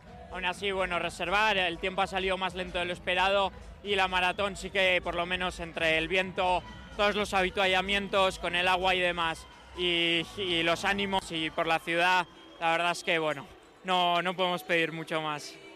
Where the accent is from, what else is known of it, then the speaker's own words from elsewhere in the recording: Basque Country, Spain; Increíble, la verdad, esto último del primer vasco no era algo ni que me hubiera planteado que pudiera conseguir.